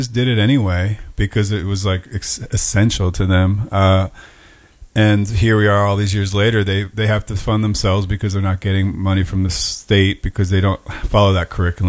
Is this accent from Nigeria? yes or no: no; Ireland; English is a second language; I mean, here we are speaking English. I'm Irish. It's not what I'm supposed to be speaking.